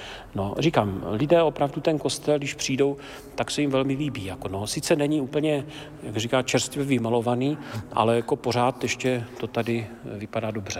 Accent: Krnov, Moravian-Silesian Region, Czechia; now in Nový Bohumín, Czech Republic; já si vzpomínám jako kluk v Krnově, já pocházím z Krnova

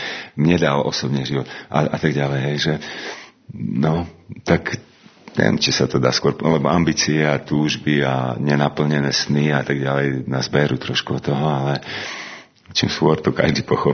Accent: Prešov, Prešov Region, Slovakia; ale ja som vyrastal v CBčku Prešovskom, Cirkev Bratská Prešove.

